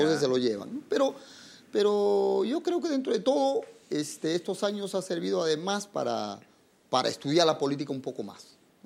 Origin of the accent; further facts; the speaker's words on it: Ayacucho, Peru; Ayacucho es mi tierra. Yo vivo allá, es parte de mi vida, es allá.